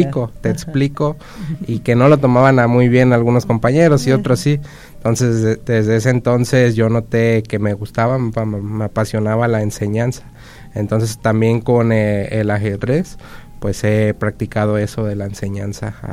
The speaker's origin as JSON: {"language": "Spanish", "town": "Tuxpan", "region": "Nayarit", "country": "Mexico", "tie": "born or raised there", "said": "yo soy originario de Tuxpan, Nayarit"}